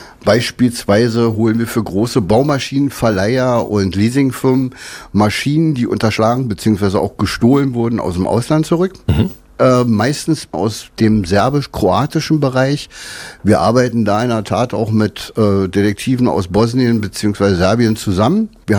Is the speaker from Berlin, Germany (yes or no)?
yes; Berlin, Germany; Also ich bin in Berlin aufgewachsen, habe eine Lehre als Krankenpfleger gemacht